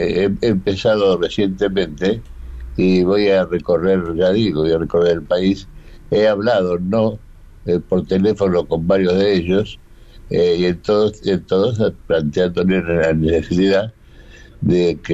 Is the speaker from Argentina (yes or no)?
yes; Argentina; Ahí somos todos argentinos